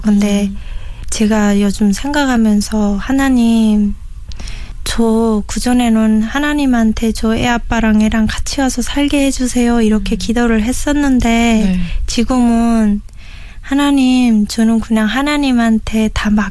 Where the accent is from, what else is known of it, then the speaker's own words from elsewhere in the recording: North Pyongan, North Korea; now in South Korea; 남한종차 7개월 차 평안북도에서 온